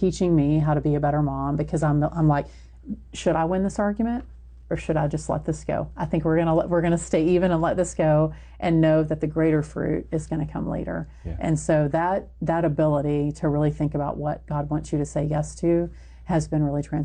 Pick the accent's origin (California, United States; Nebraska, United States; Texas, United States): Texas, United States; I'm Texan, so it should have a pronunciation guide in there